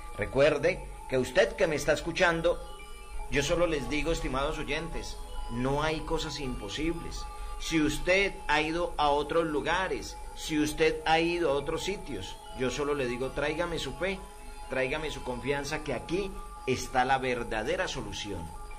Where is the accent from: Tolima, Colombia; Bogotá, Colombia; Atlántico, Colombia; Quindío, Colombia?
Quindío, Colombia; Filandia; y yo soy de Finlandia, Quindío.